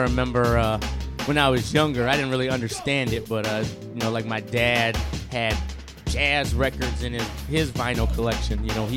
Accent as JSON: {"language": "English", "town": "Mount Clemens", "region": "Michigan", "country": "United States", "tie": "born or raised there", "said": "I grew up in Mount Clemens, Clinton Township area."}